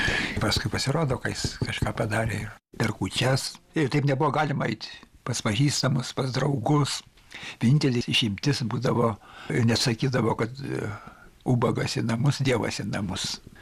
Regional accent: Samogitia, Lithuania; Kadangi aš esu žemaitis

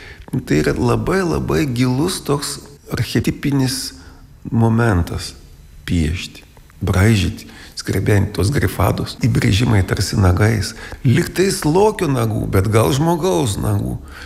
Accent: Samogitia, Lithuania; esam lietuviai, jų žemaičiai tokie. Lietuviai su tokiu klaustuku, ar kaip. Nu tai va, matot, tas mūsų regionas išsaugojo tą savitumą labiausiai.

